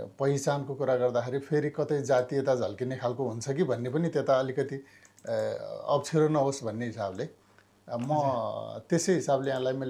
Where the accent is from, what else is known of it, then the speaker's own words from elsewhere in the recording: Jajarkot, Karnali Province, Nepal; born there; now in Nepalgunj, Nepal; म खास गरी जाजरकोट मेरो जन्मस्थान हो।